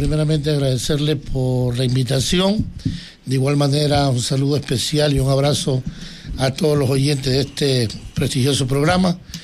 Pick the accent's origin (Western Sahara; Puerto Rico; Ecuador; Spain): Ecuador; hablando como ecuatorianos